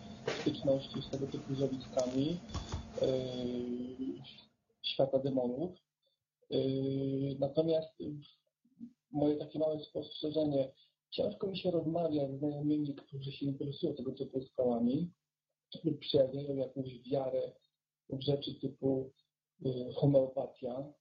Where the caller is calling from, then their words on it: Ireland; Dzwonię z Irlandii.